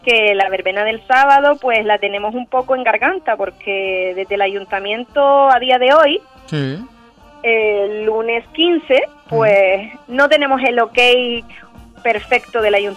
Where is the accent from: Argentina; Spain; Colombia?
Spain; Canary Islands; como buenos canarios que somos